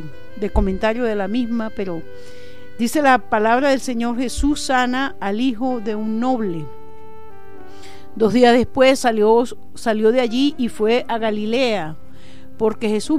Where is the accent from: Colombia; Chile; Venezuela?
Venezuela